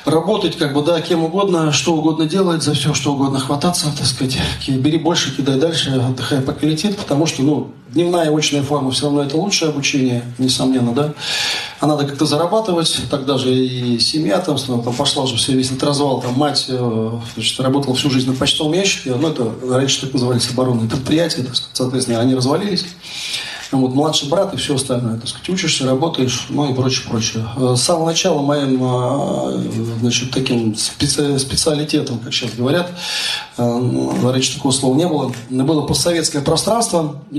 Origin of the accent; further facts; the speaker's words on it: Moscow, Russia; Я коренной москвич, и мне обычно говорят, не говори никому, что ты москвич. Нет, ребят, я коренной москвич, так сказать, для меня это важно, потому что этот город меня воспитал